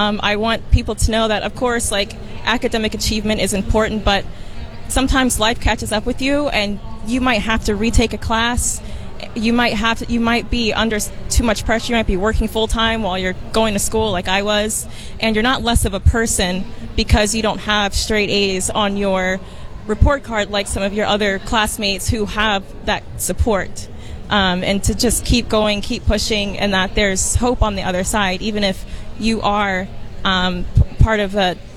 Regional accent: Chicago, Illinois, United States; Well, I was born in Mercy Hospital, spent some time on 71st and Yates. My mom is from 82nd and Essex. I went to Niños Heroes Elementary School.

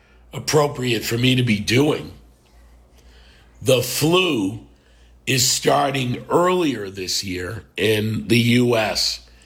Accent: Ireland; I can make that joke because I'm Irish.

